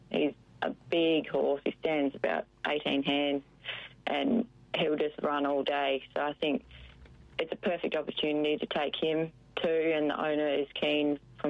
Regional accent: Albany, Western Australia, Australia; also born or lived in Perth; Yeah, I'm originally from Albany. My family's all down here, and I moved to Perth to train for a few years

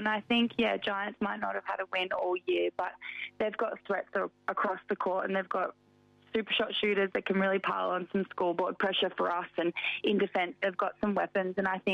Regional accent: Victoria, Australia; And back in Victoria, my home state, so I had lots of friends and family there

